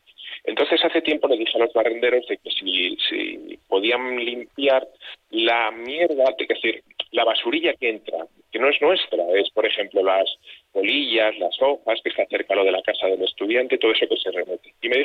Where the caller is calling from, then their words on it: Valladolid, Castile and León, Spain; yo vivo en Madre de Dios número 4